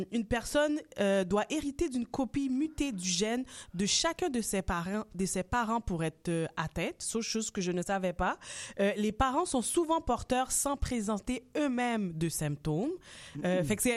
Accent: Montreal, Quebec, Canada; je suis toujours à Rivière.

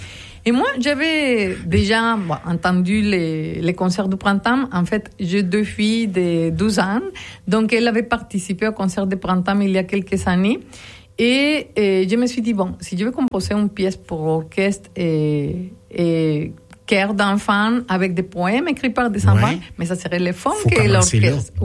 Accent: Mexico; moved away as an adult; je viens du Mexique.

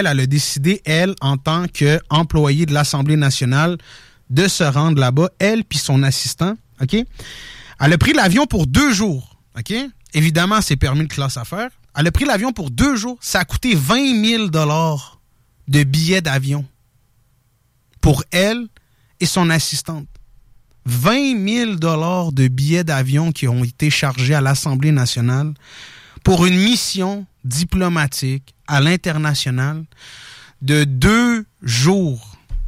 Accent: Morocco; now in Canada; parce qu'il faut que tu passes par mon pays d'origine, qui est le Maroc. Fait qu'il faut que tu prennes Royal Air Maroc, OK?

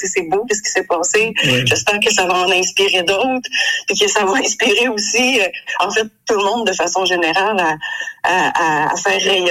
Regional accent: Saguenay, Quebec, Canada; moved away as an adult; now in Quebec City, Canada; Moi, je suis originaire de la belle région du Saguenay. Mmh. J'ai vécu là la plus grande partie de ma vie. Donc, ma famille qui est encore là. J'ai grandi. J'ai fait mon baccalauréat en biologie à l'Université du Québec à Chicoutimi.

